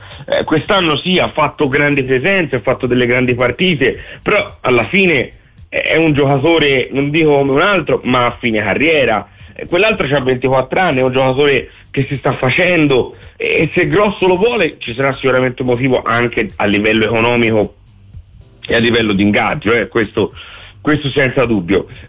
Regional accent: Campi Bisenzio, Tuscany, Italy; io vengo da Campi, sono stato a Sesto, sono stato a Firenze

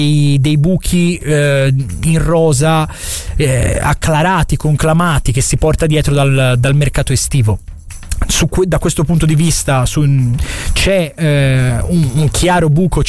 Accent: Antella, Tuscany, Italy; sono dell'Antella

